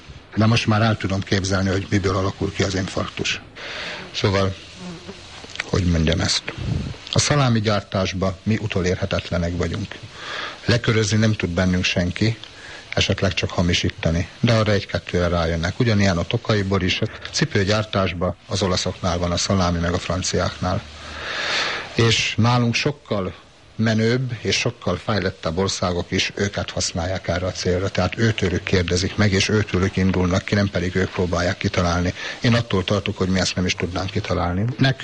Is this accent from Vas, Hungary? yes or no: yes; Szombathely, Vas, Hungary; accent: Vas; also born or lived in Soviet Union; Igen, itt születtem 40 évvel ezelőtt. A megye határait azt mindössze 5 évre hagytam el. Visszajöttem ide a Szabáriába az egyetem elvégzése után